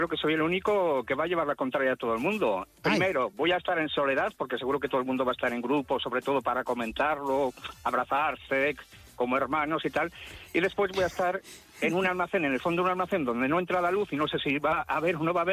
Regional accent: Bilbao, Basque Country, Spain; now in Galicia, Spain; Digo que estoy en Galicia, pero yo soy de Bilbao. Porque todo el mundo sabe que Bilbao es el centro del mundo. El resto son los alrededores. Y ahora vivo Galicia, no.

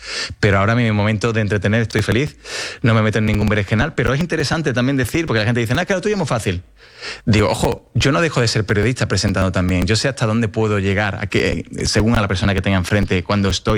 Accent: Seville, Andalusia, Spain; todo el mundo sabe que yo soy del Sevilla y soy de una ciudad que se vive con mucha pasión.

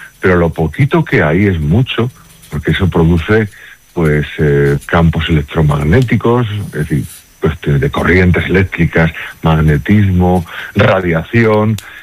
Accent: Ciudad Rodrigo, Castile and León, Spain; Yo soy de natural de Ciudad Rodrigo, en Salamanca.

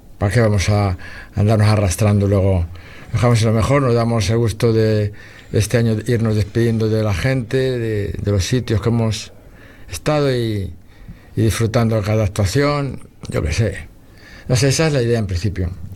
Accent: Cardeñosa, Castile and León, Spain; en mi pueblo, en Cardeñosa

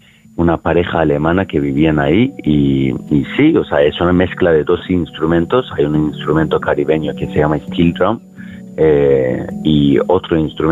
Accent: Iran; yo soy turco de Irán

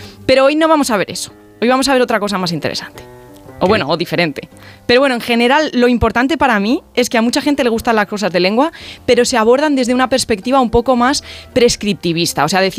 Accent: Guadalajara, Castilla-La Mancha, Spain; born there; Nací en Guadalajara.

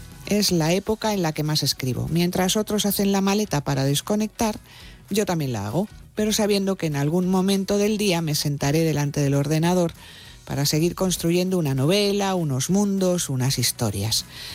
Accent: Madrid, Community of Madrid, Spain; Soy de Madrid hasta cuando me callo.

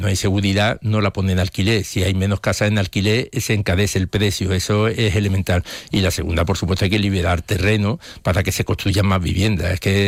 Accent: Huelva, Andalusia, Spain

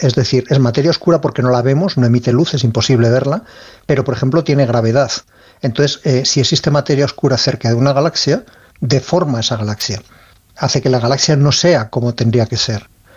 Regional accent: Ávila, Castile and León, Spain; Sí, sí, yo soy de Ávila y en Ávila tenemos unos cielos envidiables, de hecho tenemos reservas Starlight.

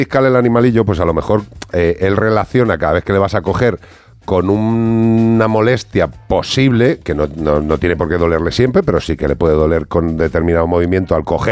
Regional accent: Spain; A ver, yo amo lo que tengo en mi país y me encanta, pero lo que te quiero decir es que aves de proximidad. En España tenemos aves de proximidad pequeñitas.

